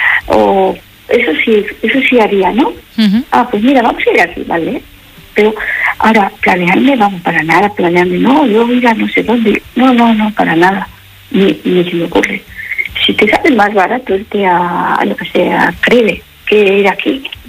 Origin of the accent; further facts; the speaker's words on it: Jerez de la Frontera, Andalusia, Spain; yo soy de Jerez de la Frontera. Y yo tengo recuerdos de la niñez, de cuando iba a donde mi abuela. Uh-huh. Ya vivíamos aquí arriba en el norte, pero yo bajaba donde mi abuela.